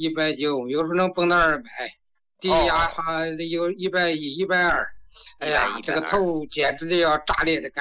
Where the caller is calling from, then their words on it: Tianjin, China; 啊，张老师，我是天津的听众，今年73了